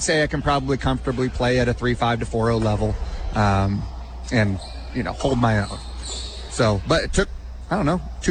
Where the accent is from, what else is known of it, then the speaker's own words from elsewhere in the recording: United States; we live in a country that's the best country in the history of the world, and we believe it is for a reason, and we're proud to live in this country.